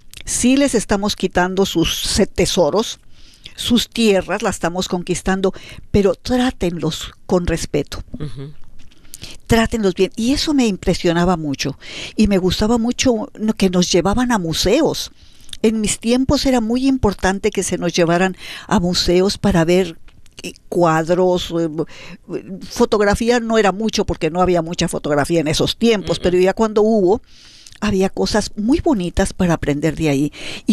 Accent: Mexico; born there; en la nación donde yo nací, en México, había sido conquistada por España.

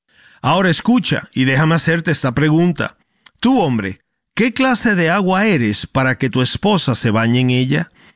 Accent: Edinburgh, Scotland, United Kingdom; now in ?; crecí en Edimburgo, en la costa este de Escocia.

